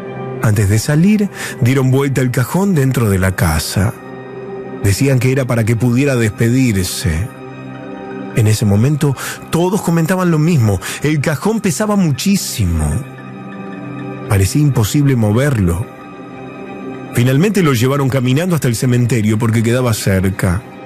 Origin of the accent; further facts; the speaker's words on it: Ciudadela, Buenos Aires Province, Argentina